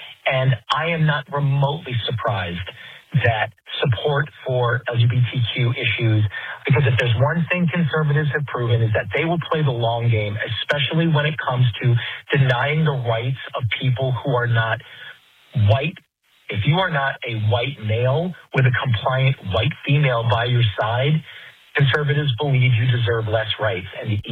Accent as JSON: {"language": "English", "town": "Davidson", "region": "North Carolina", "country": "United States", "said": "from Davidson, North Carolina, and as a Gen X husband and parent to a queer teenager"}